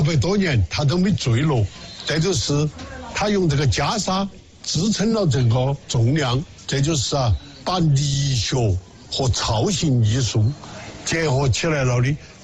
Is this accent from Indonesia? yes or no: no; Sichuan, China; 你们叫热闹，我们四川人叫闹热。